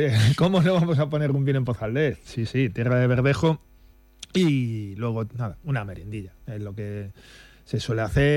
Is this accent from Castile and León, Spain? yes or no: no; Galicia, Spain; moved away; yo soy gallego, entonces allí estamos acostumbrados al verde.